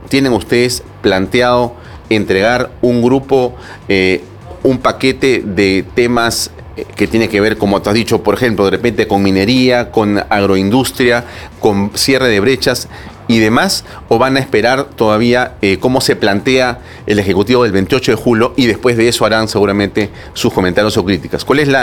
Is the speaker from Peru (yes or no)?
yes; Peru; Porque en el Perú, si hay algo que somos los peruanos, somos empresarios, somos emprendedores.